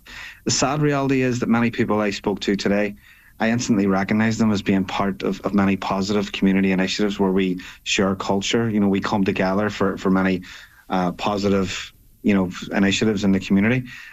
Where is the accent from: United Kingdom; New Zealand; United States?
United Kingdom; Belfast, Northern Ireland; You know, I grew up in West Belfast, which is a nationalist area. And, you know, I grew up hearing stories of people in my own community who were burned out simply because of their religion.